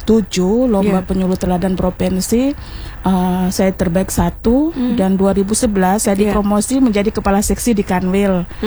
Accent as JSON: {"language": "Indonesian", "town": "Kendari", "region": "Southeast Sulawesi", "country": "Indonesia", "tie": "born or raised there", "said": "Saya itu lahir di Kendari dan pendidikan saya itu di Kendari."}